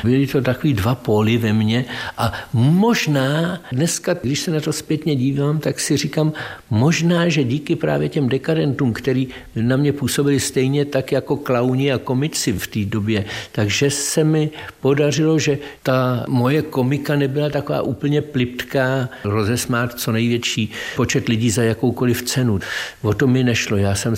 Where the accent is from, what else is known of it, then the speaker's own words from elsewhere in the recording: Prague, Czechia; Byli jsme oba ze Spořilova